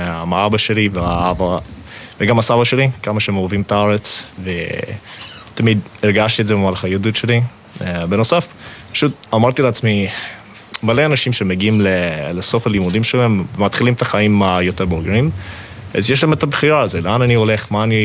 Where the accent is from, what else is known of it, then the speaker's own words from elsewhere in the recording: Uganda; Hebrew is a second language; also born or lived in United States; now in Israel; אז כמו שאמרתם … אני עולה מאוגנדה, נולדתי בארצות הברית, עליתי לארץ בערך לפני 3 שנים